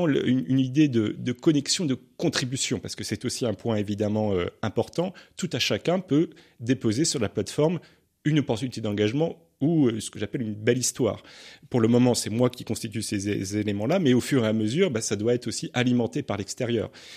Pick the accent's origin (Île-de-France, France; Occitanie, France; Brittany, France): Brittany, France; moved away as an adult; now in Nancy, France; moi je ne suis pas lorrain ni alsacien là-bas, je suis breton, nul n'est parfait, mais je me suis rendu compte quand je suis arrivé à Nancy il y a quelques années